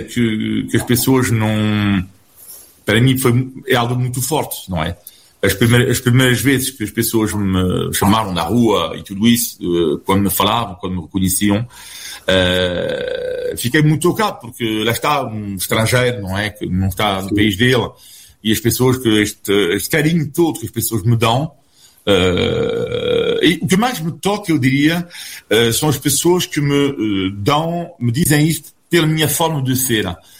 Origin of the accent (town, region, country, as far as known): France; now in Portugal